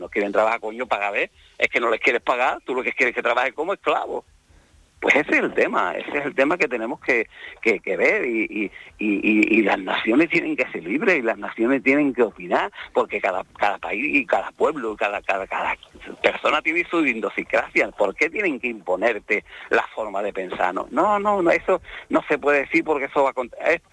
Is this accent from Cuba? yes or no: no; Andalusia, Spain; accent: Andalusian; Yo soy andaluz, hablo malamente, pero no es que hable malamente, es que hablo andaluz, porque soy andaluz